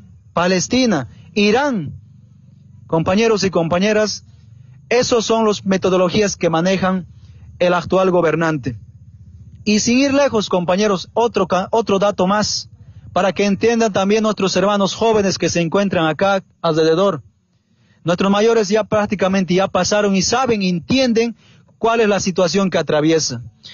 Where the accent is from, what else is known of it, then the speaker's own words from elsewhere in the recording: Bolivia; con propias ideas como bolivianos y bolivianas